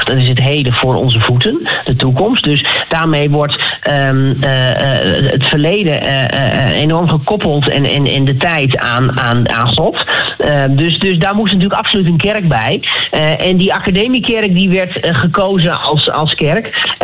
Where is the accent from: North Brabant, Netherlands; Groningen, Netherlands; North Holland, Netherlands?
Groningen, Netherlands; wij zijn eigenlijk gewoon Friezen, wij Groningers.